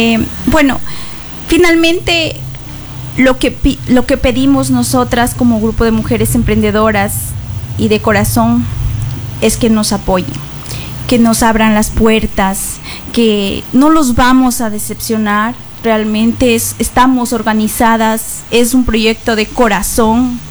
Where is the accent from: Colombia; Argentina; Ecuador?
Ecuador; Yantzaza, Zamora-Chinchipe; nos ha visto crecer y amamos realmente a Yanzaza. Es una ciudad de muchas oportunidades